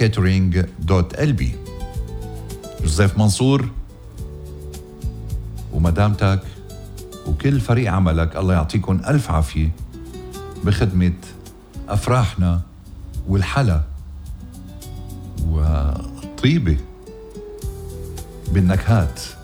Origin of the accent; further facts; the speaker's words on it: Lebanon; من ضيع وطننا لبنان